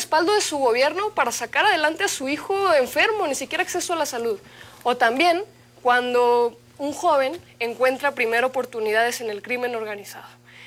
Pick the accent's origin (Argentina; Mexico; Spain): Mexico; como joven mexicana que ha vivido toda su vida en este país